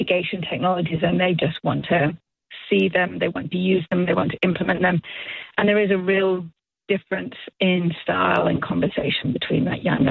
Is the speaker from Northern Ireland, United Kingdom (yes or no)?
no; Manchester, North West England, United Kingdom; I am from Manchester.